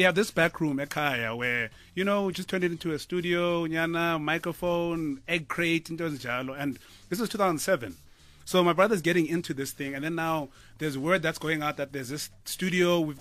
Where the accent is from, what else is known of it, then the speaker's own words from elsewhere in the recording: Kokstad, KwaZulu-Natal, South Africa; moved away; it's very small, and I was there my entire life for about 15 years.